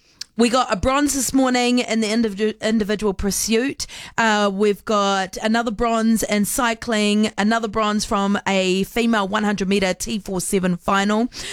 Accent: New Zealand

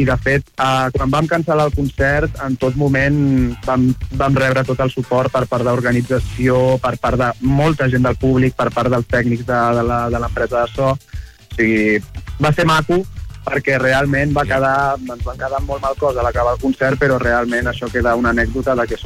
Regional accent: Catalonia, Spain; Tenint en compte que nosaltres venim de Catalunya, és bastant obvi que acabarem versionant algun tema en català.

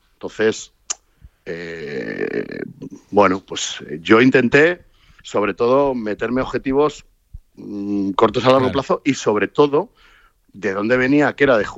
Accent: Spain; Obviamente, como español que era, que soy

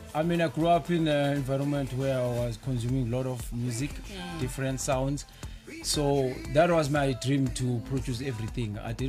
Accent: Vosloorus, Gauteng, South Africa; In Vosloorus.

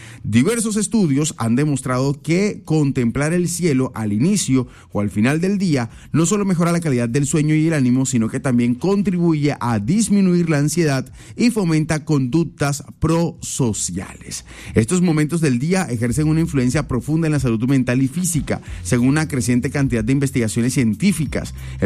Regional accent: Valledupar, Cesar, Colombia; O sea, yo por defender sinceramente mi tierra, y también se ven atardeceres muy hermosos en Valledupar

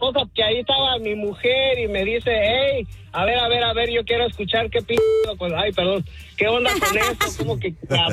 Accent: Michoacán, Mexico; moved away; No, allá desde mi tierra natal, Michoacán, Bali, y pues ya nos dejamos de ver y pues acá se vino para de este lado

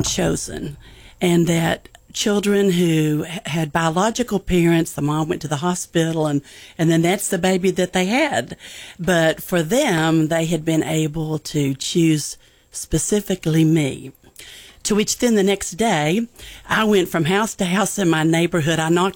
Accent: Denison, Texas, United States; also born or lived in Wichita Falls, Texas; And I grew up in Denison, Texas, which is right at the Red River border, right at the border up there of North Texas, about 75 miles north of Dallas.

